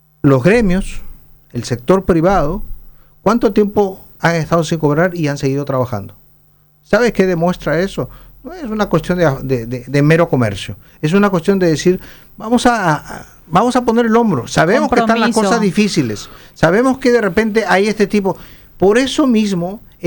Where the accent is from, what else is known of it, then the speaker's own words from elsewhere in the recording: Peru; Todavía sigo siendo un peruano para muchos.